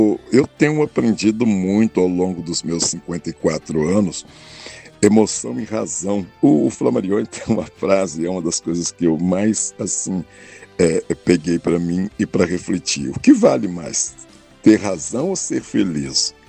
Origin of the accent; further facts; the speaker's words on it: Manhuaçu, Minas Gerais, Brazil; moved away as an adult; also born or lived in Caratinga; now in Governador Valadares, Brazil; Eu sou de uma região muito fria. Valadares não faz frio, nunca senti frio aqui. Mas eu sou lá da região de Apincaratinga e também Manhuaçu, onde passei a maior parte do meu tempo. Lá muito frio.